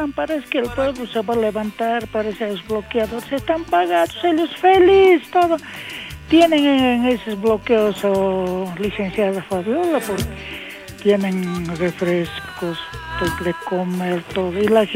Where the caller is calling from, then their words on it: Bolivia; que somos de Bolivia